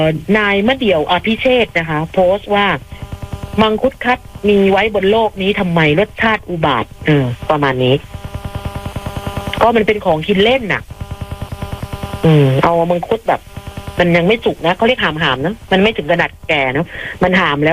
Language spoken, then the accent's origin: Thai; Southern Thailand, Thailand; ในฐานะเป็นคนใต้โตมาก็เห็นมังคุดคัดแล้ว